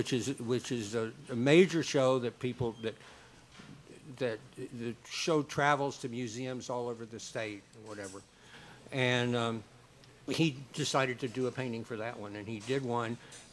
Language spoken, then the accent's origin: English; Montrose, United States; Yeah, I lived in Montrose as a young